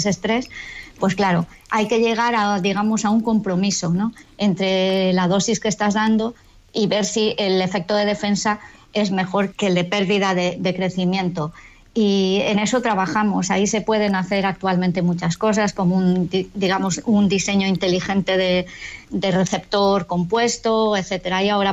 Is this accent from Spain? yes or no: yes; Galicia, Spain; Bueno, pues porque yo soy gallega y cuando me vine a Galicia, a la misión biológica